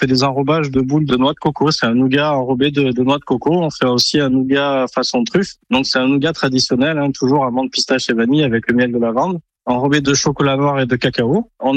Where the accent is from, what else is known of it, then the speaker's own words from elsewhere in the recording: Montélimar, Auvergne-Rhône-Alpes, France; born there; also born or lived in Ardèche; now in Saint-Étienne-de-Fontbellon, France; Je suis issu d'une famille montilienne et c'est pour ça qu'on est dans le nougat. Je suis né à Montélimar comme ma grand-mère et ma maman, et mes grands-parents étaient en réalité ouvriers chez des nougatiers à l'époque à Montélimar.